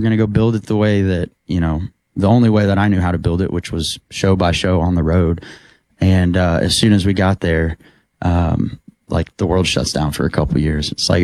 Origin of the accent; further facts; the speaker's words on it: Bixby, Oklahoma, United States; Bixby, Oklahoma.